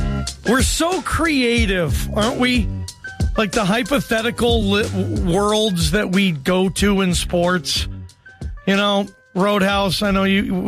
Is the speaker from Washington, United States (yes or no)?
yes; Seattle, Washington, United States; I'm from Seattle.